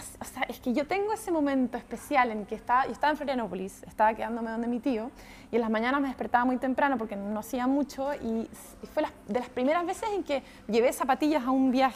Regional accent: Santiago, Santiago Metropolitan, Chile; now in Argentina; la gran comparación que tengo es con Santiago de Chile, que es donde más voy, de donde vengo, cuando voy a ver a mi familia.

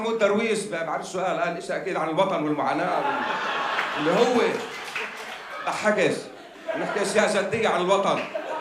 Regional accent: Haifa, Haifa District, Israel; من حيفا. متأسف إنه … متأسف إنه أنا من حيفا.

